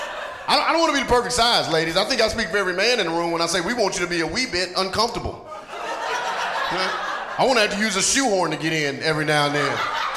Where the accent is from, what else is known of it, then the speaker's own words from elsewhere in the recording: the South, United States; I'm from the South.